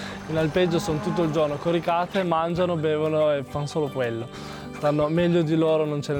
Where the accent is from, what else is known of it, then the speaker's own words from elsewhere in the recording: Piedmont, Italy; born there; also born or lived in Casterino; io sono nato qua a Borgo, però sono andato su fin da piccolo e quindi sento più casa mia Casterino che non qua a Borgo.